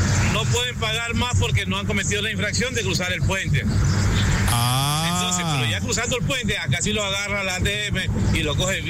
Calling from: Durán, Guayas, Ecuador; yo soy de Durán.

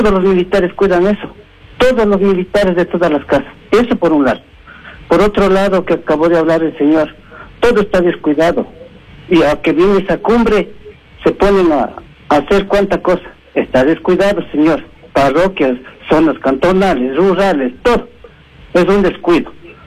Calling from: Quito, Pichincha, Ecuador; Acá yo vivo en Calderón, aquí en la calle Carapungo

